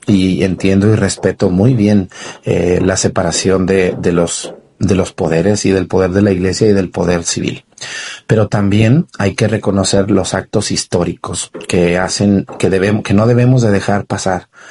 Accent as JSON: {"language": "Spanish", "town": "Mexticacán", "region": "Jalisco", "country": "Mexico", "said": "lo llevaron a Mesticacán, a mi pueblo."}